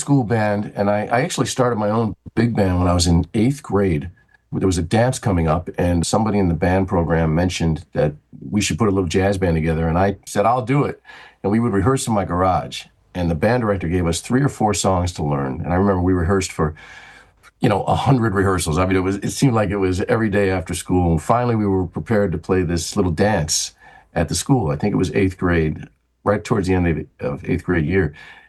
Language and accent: English; Buffalo, New York, United States; also born or lived in north of Manhattan, New York; I'm from New York. I was born in just north of Manhattan, but spent most of my childhood in Buffalo, New York